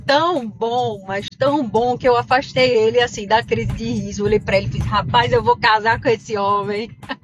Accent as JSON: {"language": "Portuguese", "town": "Recife", "region": "Pernambuco", "country": "Brazil", "said": "sou de Recife, sou casada com o Roberto."}